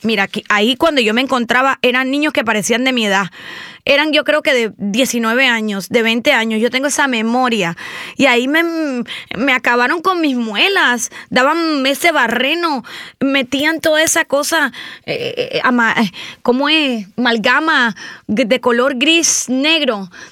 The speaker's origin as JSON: {"language": "Spanish", "country": "Cuba", "tie": "born or raised there", "said": "Yo me crié en Cubita la Bella. Y que bueno, que ahora la verdad que no está tan bella."}